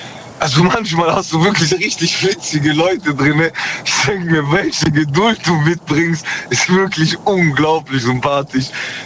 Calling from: Tübingen, Baden-Württemberg, Germany; Ich komme aus Tübingen.

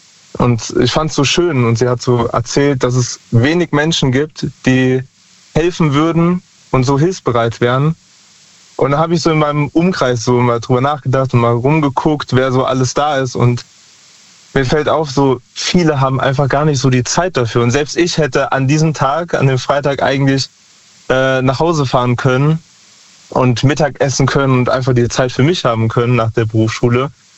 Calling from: Lahnstein, Rhineland-Palatinate, Germany; Aus Lahnstein.

